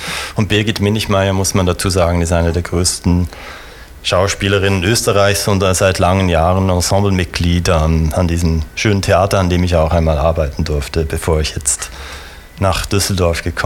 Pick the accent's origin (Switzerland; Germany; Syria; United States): Switzerland; moved away as an adult; now in Vienna, Austria; als Schweizer